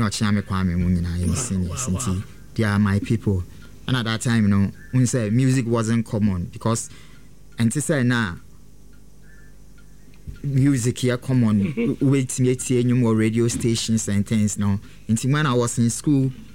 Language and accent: English; Kumasi, Ashanti, Ghana; But I was born and raised in Kumasi.